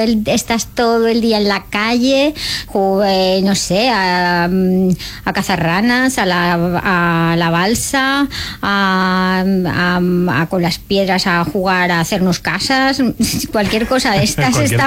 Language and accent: Spanish; Alcubierre, Aragon, Spain; moved away; llegan emigrantes a mi pueblo.